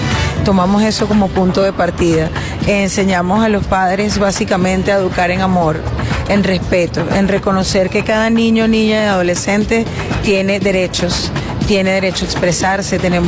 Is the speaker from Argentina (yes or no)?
no; Capital District, Venezuela; nací y me crié en la Cota 905